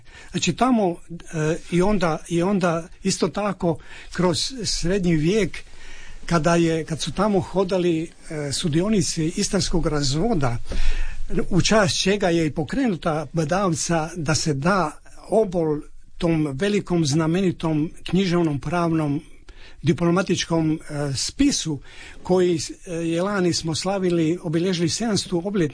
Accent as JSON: {"language": "Croatian", "town": "Rapavel", "region": "Istria County", "country": "Croatia", "tie": "born there", "lives_now": "Poreč, Croatia", "said": "Ja rođen sam u Rapavelu i uvijek se vraćam u Rapavelu, ali sa obitelji živim u Poreču već 38 godina će biti"}